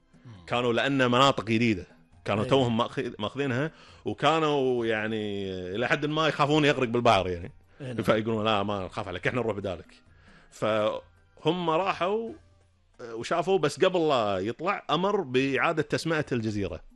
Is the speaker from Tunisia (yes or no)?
no; Kuwait; عايشين هنا عندنا بالكويت